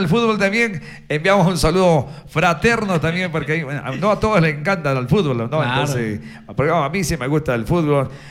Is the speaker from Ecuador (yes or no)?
yes; Ecuador; como ecuatorianos, bueno, apoyemos hasta el final, ¿no?